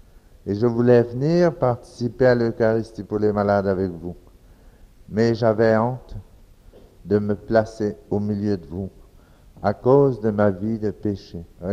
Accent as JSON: {"language": "French", "country": "Dominican Republic", "said": "C'est un pays tropical, chez nous, en République dominicaine, et c'est facile de célébrer à l'extérieur."}